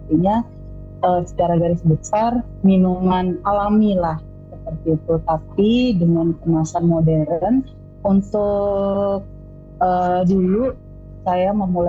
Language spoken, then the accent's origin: Indonesian; Jayapura, Papua, Indonesia; Saya lahir besar di Jayapura. Saya sudah berkeluarga. Kebetulan saya kelahiran di tahun 87.